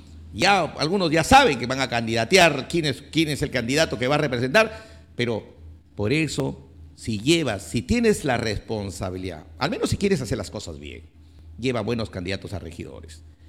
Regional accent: Olmos, Lambayeque, Peru; yo también quiero también servirle a mi pueblo.

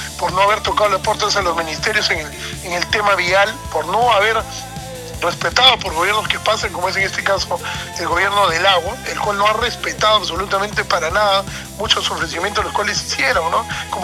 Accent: Huaraz province, Ancash, Peru; nuestra provincia

